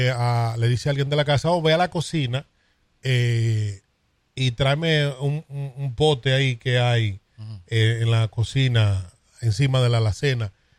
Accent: Licey al Medio, Santiago, Dominican Republic; born there; yo nací en una zona en Licey al Medio, en Las Palomas, donde se asaba mucho y se asa mucho cerdo para diciembre

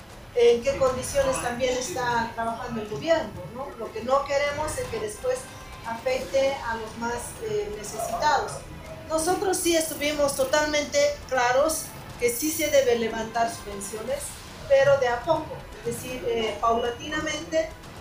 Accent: Bolivia; porque quien va a pagar somos los bolivianos.

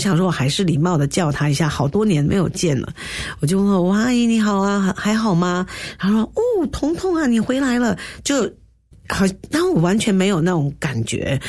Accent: Tianjin, China; moved away as an adult; now in Singapore; 因为我的老家很棒，是天津市五大道，现在是旅游的地方，那是以前的租界地，那里面就有公园。

